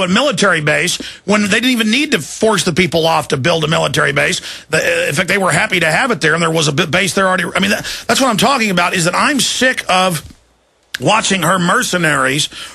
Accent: United States

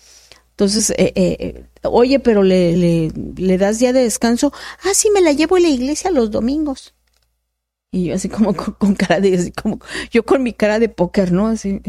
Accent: Tabasco, Mexico; sí le puedo decir de allá de mi pueblo donde vengo, de allá de Tabasco

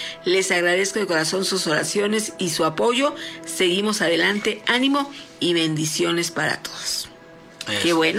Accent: Nuevo Laredo, Tamaulipas, Mexico; Yo soy originario de Nuevo Laredo.

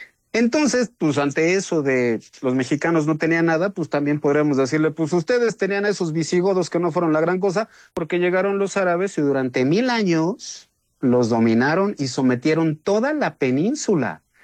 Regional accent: Mexico; No somos España, no somos los pueblos prehispánicos, somos mexicanos como producto de todas esas cosas.

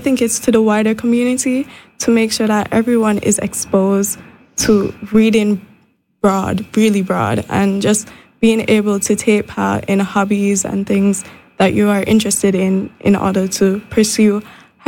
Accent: Montserrat; but I know I got because I was raised in Montserrat

